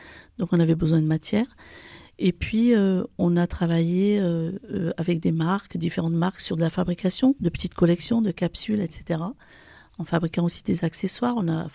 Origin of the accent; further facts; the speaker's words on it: Avignon, Provence-Alpes-Côte d'Azur, France; moved away as an adult; now in Marseille, France; je suis originaire d'Avignon, et sur Avignon, j'ai travaillé une trentaine d'années en mission locale.